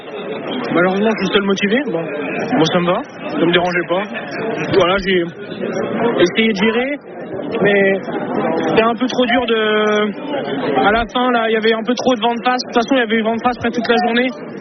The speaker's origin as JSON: {"language": "French", "country": "France", "said": "c'est une chance incroyable de pouvoir faire ça sur le Tour de France, en tant que Français"}